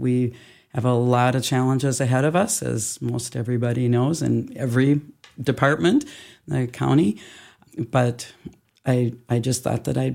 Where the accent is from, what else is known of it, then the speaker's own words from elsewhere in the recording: Minneapolis, Minnesota, United States; I grew up in Southwest Minneapolis, and I spent an awful lot of my time at Lake Harriet and all the other lakes in the cities.